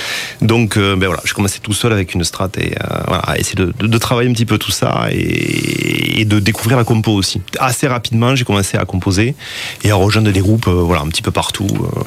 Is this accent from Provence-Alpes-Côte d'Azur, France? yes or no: no; Occitanie, France; Alors moi, je suis occitan. J'ai vécu d'Algers toute ma vie, même si j'ai pu travailler un petit peu ailleurs, bouger.